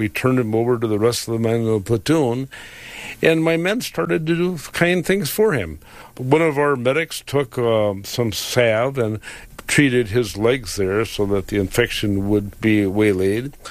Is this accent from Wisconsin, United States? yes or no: yes; Wisconsin, United States; I'm trying to tell this guy that I am from Wisconsin, and I have three children in our family. I'm the middle of the three children.